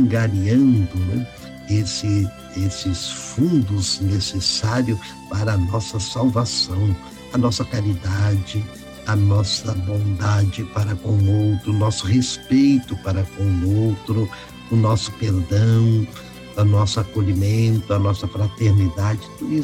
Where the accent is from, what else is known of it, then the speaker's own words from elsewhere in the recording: Paraná, Brazil; moved away; Eu sou do norte do Paraná e lá nós não falamos vinha, nós costumeiramente chamamos de parreiral.